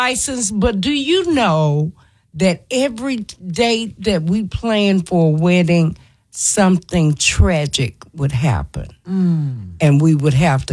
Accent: Memphis, Tennessee, United States; I'm from South Memphis.

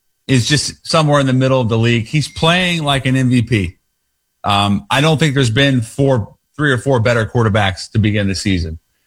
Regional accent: Seattle, Washington, United States; I'm from Seattle, so I'm a little biased.

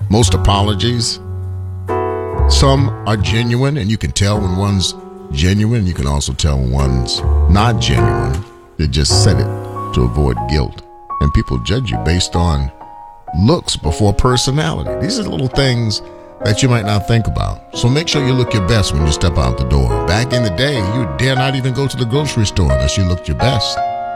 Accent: Savannah, Georgia, United States; my hometown of Savannah, Georgia

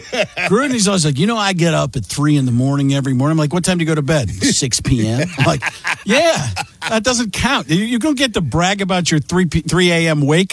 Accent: Milwaukee, Wisconsin, United States; So not my hometown. I grew up in Milwaukee, but one of the Italians I'm not allowed to talk about anymore.

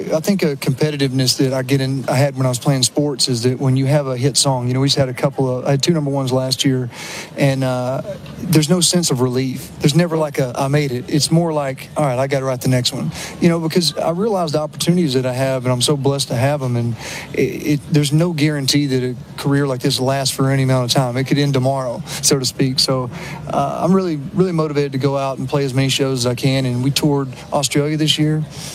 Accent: Alabama, United States; from Alabama. I was a hometown guy for all those years.

